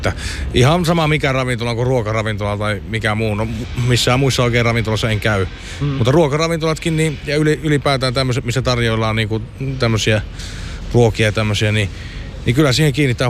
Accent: Lohja, Uusimaa, Finland; ja mä oon Lohjalta.

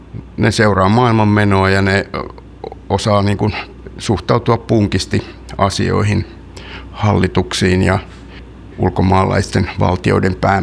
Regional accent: Suolahti, Central Finland, Finland; Mä oon kotoisin Suolahdesta, Keski-Suomesta.

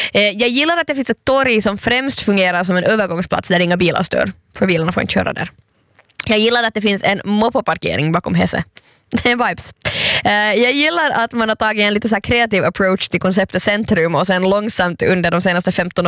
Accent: Vaasa, Ostrobothnia, Finland; moved away; jag brukar ju inte säga jättemycket om Vasa som är min hemort.

